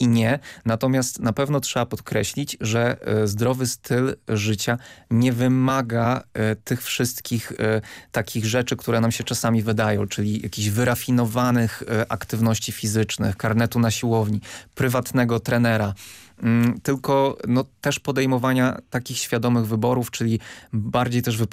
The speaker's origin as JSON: {"language": "Polish", "region": "Lublin Voivodeship", "country": "Poland", "said": "Ja pochodzę z niedużego miasta na Lubelszczyźnie i tam są siłownie na świeżym powietrzu. Moi rodzice, którzy nadal mieszkają w moim mieście, korzystają z tych siłowni"}